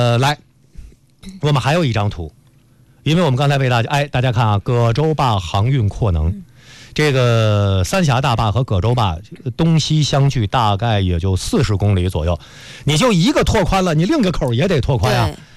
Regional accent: northern China, China; 我作为一个北方人

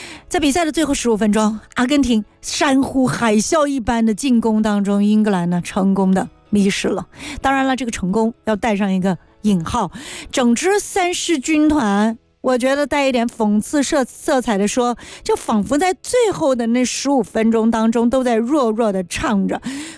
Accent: China; 我们中国人说吃一亏长一智

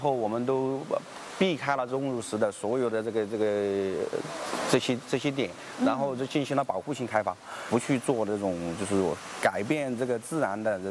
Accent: China; moved away as an adult; also born or lived in Chengdu; 这是从小长大的地方。

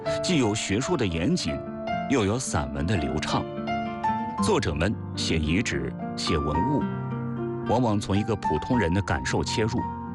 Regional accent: China; 我们作为中国人

